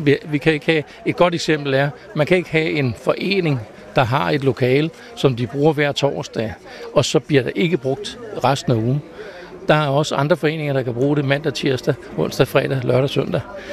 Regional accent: Holbæk, Zealand, Denmark; jeg kommer jo fra Holbæk Kommune

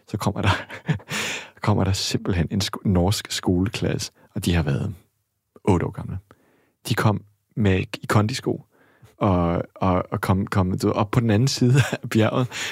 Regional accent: Australia; now in Denmark; Og det første, jeg gjorde, da jeg var kommet fra Australien til Danmark, det var at tænke, der er simpelthen ikke nok bjerge og klipper og hav og bølger og sådan noget.

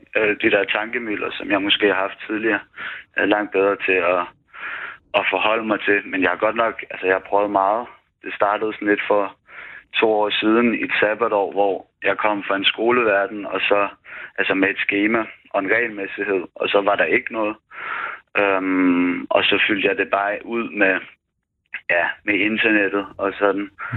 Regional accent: Capital Region of Denmark, Denmark; accent: Zealand; now in Tingbjerg, Copenhagen, Denmark; jeg ringer fra Tingbjerg. Jeg er vokset op i Rudersdal Kommune

